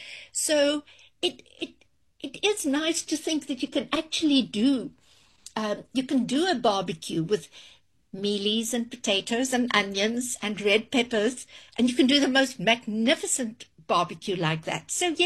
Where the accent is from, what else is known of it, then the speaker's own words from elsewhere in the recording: Free State, South Africa; also born or lived in Langebaan; now in Riebeek-Kasteel, South Africa; growing up in the Free State, of living in Langebaan, and I used to open my house for long table lunches. Now I live in Rebecca Steele